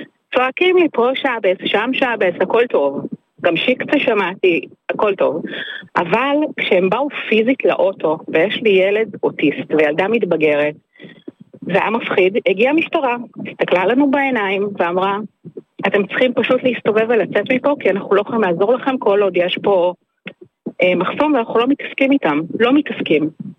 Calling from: Bnei Brak, Tel Aviv District, Israel; הגענו לבני ברק לפני 17 שנים, אני ובעלי, נולדו לנו שני ילדים במהלך הזמן. אנחנו, מה שנקרא, חוצים את הכביש ואנחנו ברמת גן, אבל אנחנו בני ברק.

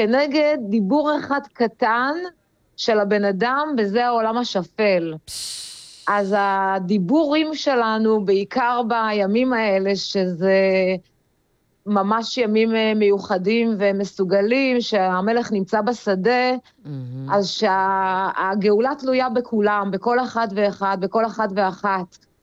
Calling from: Ukraine; מאוקראינה.

